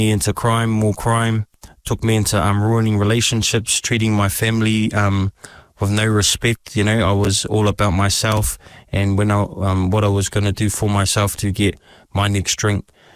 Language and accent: English; Wellsford, Auckland, New Zealand; moved away; I'm from Wellsford